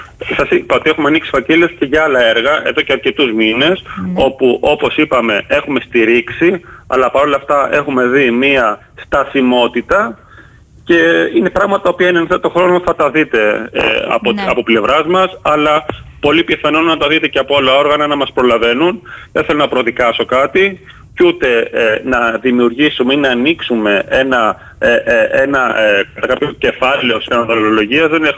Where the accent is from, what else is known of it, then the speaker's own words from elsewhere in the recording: Greece; σαν Έλληνας πολίτης